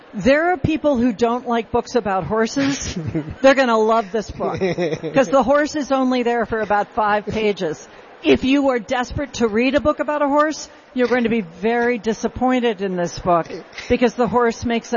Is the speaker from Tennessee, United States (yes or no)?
yes; Tennessee, United States; When I was growing up in Tennessee, my stepfather believed that it wasn't safe to be out without a gun.